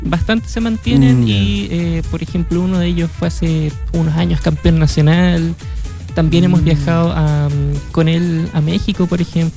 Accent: Magallanes and Chilean Antarctica, Chile; Voy con otro compañero que también es de Magallanes

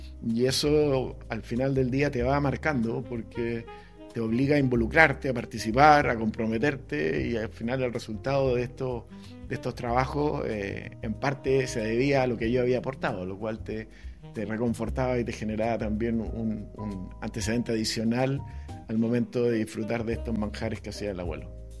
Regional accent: Santiago, Santiago Metropolitan Region, Chile; born there; muy italianas, por el lado de mi papá y de mi mamá, italiano, la familia, mis abuelos, y nací en Santiago

